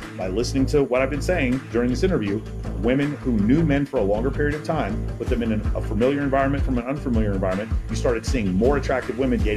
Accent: Dallas, Texas, United States; I'm from East Dallas. East Dallas is a very multicultural, it's mostly Hispanic part of town.

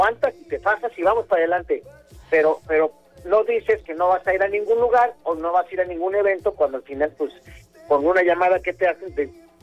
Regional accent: Mexico

